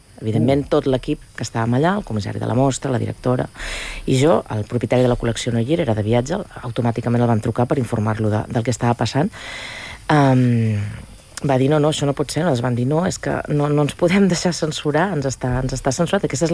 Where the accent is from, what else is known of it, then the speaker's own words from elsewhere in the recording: Girona, Catalonia, Spain; jo vaig néixer a Girona, vaig viure molt de temps a Girona, vaig estudiar allà